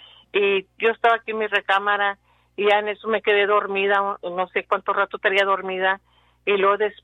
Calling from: Weslaco, Texas, United States; De Huéslaco

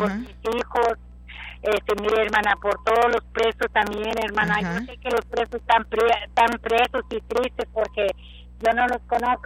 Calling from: Mercedes, Texas, United States; De aquí, de Mercedes, hermana.

